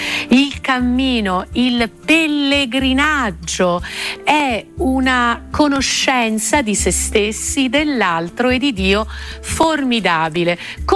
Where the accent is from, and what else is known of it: Umbria, Italy